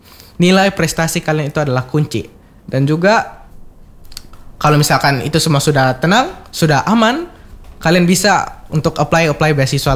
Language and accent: Indonesian; Alor, East Nusa Tenggara, Indonesia; Saya asli NTT, orang alor.